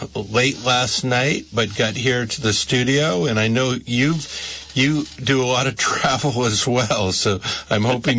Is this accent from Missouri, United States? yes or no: no; St. Albans, Vermont, United States; And St. Albans, Vermont, my hometown, we got to hear you, and it was such a pleasure.